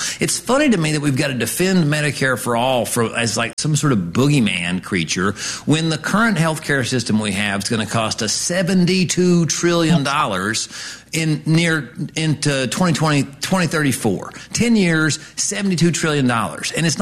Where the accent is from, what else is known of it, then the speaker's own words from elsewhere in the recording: Appalachia, United States; as an Appalachian with a don't tread on me sign in my window